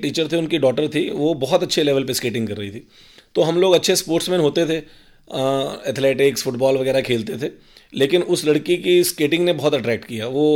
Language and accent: Hindi; Dhanaula, Punjab, India; also born or lived in Haryana; basically by birth मैं पंजाब से हूँ